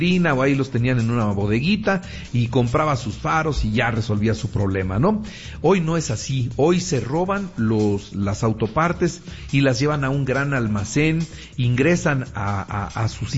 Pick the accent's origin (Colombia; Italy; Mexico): Mexico; como mexicanos no encontremos en las instituciones de seguridad de nuestro país